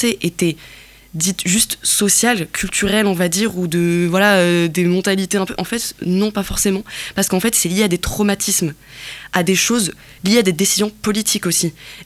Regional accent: Kabylie, Algeria; moved away; donc je suis kabyle, j'ai grandi en Algérie et je suis amazir, comme je suis kabyle, et aussi, j'ai vécu la migration, en fait.

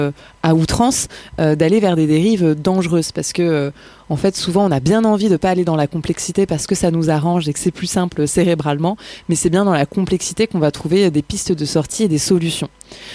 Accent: Marseille, Provence-Alpes-Côte d'Azur, France; Je dis que je viens de Marseille, là on me renvoie une autre image, un autre stéréotype.

